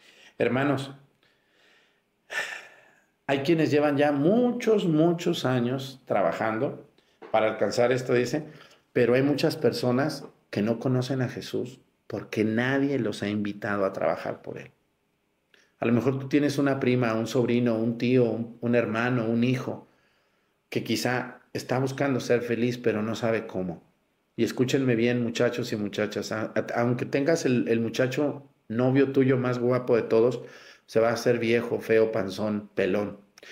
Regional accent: Jalisco, Mexico; now in Guerrero, Mexico; Yo soy de Jalisco, pero Dios me puso en Guerrero.

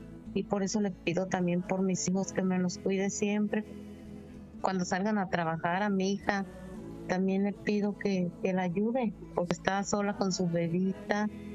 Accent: Jalisco, Mexico; now in Monterrey, Mexico; que nosotros somos de Jalisco, pero mis hijos están radicando en Irapuato, Guanajuato, y yo en Monterrey.

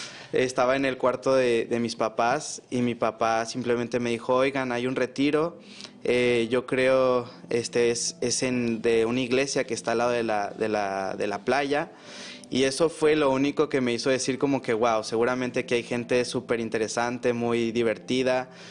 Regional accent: Mexico; now in Miami, United States; Texas está lleno de mexicanos. Entonces sí fue una manera de también sentirme en mi tierra. Y de ver que también, no importar que estoy en Estados Unidos, puedo ser yo mismo

